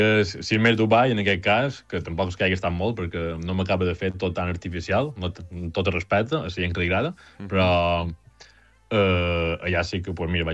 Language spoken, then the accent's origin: Catalan; Porreres, Balearic Islands, Spain